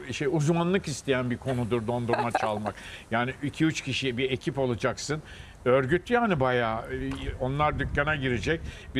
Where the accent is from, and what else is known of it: Istanbul, Turkey; born or raised there; also born or lived in Fatsa